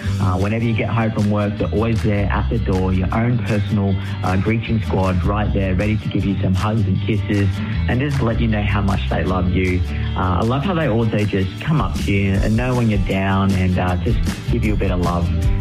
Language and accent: English; Armstrong Creek, Victoria, Australia; from Armstrong Creek, and I am definitely Team Dogs.